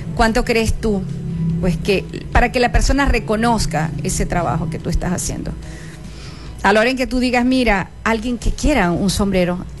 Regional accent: Venezuela

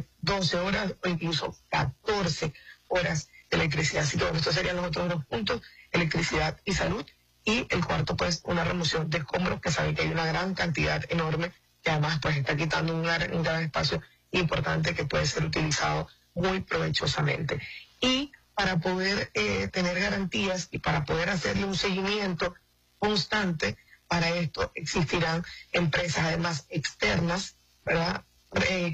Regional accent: Zulia, Venezuela; yo particularmente que soy del estado de Zulia, vivo constantemente los racionamientos

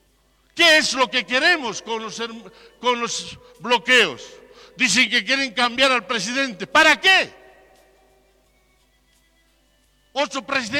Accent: Bolivia; estamos llamados, invitados a conocer y a amar nuestra patria Bolivia, pero con obras concretas, viviendo como verdaderos bolivianos, abrazados collas con cambas

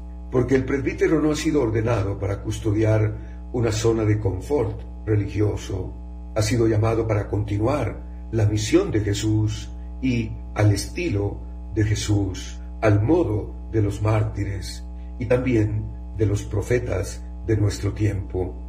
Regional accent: Guatemala

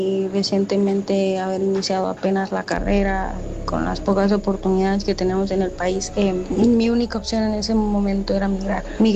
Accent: Honduras; moved away

